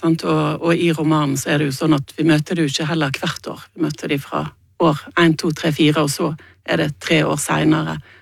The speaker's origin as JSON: {"language": "Norwegian", "town": "Bergen", "region": "Vestland", "country": "Norway", "said": "Ja, altså, jeg kommer jo fra Bergen"}